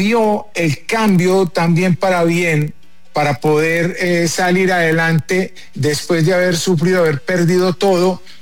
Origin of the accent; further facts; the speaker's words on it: Colombia; como ser humano, como colombiano, lo toca, le duele, le revienta el corazón